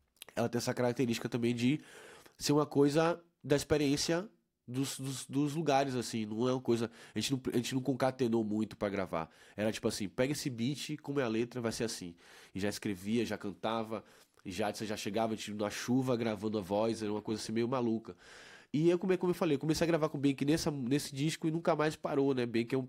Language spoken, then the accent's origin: Portuguese; Castro Alves, Bahia, Brazil; also born or lived in Salvador / Santo Amaro da Purificação; eu nasci em Salvador, mas fui criado em Castro Alves